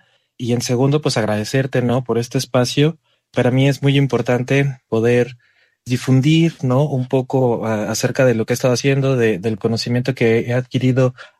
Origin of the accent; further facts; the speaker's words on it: Pachuca, Hidalgo, Mexico; Yo soy de Pachuca, Hidalgo, una ciudad en el centro de México, a unos cuantos kilómetros al norte de la Ciudad de México